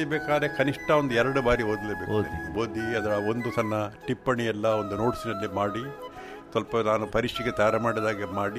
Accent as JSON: {"language": "Kannada", "region": "Karnataka", "country": "India", "tie": "born there", "said": "ಸ್ಥಳೀಯವಾಗಿ ನನಗೆ ಬೇರುಗಳು ಗಟ್ಟಿವೆ, ಮಂಗಳೂರಿನವರು ನಾನು"}